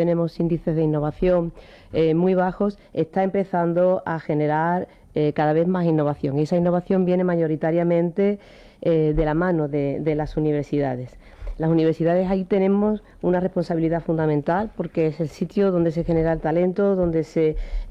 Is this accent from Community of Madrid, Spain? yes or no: no; Sanlúcar la Mayor, Andalusia, Spain; Yo siempre que me tengo que perder me pierdo en mi pueblo, en casa de mi madre. Mi madre vive en una zona de Sanlúcar la Mayor